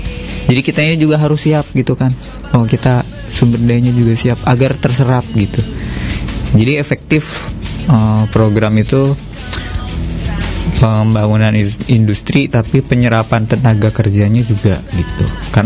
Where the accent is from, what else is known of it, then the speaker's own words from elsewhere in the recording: Indramayu, West Java, Indonesia; kita sebagai warga Indramayu